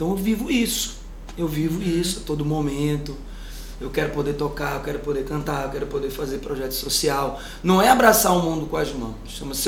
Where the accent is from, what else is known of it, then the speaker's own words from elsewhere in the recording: Pará, Brazil; sou um cara que nasci ali na Vila Martins, que é uma beira de rio, tomava banho no rio todo dia, casa de madeira, e a minha família veio do Marajó.